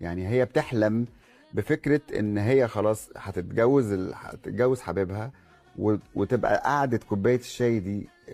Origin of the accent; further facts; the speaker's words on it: Egypt; انا وشيرين مصريين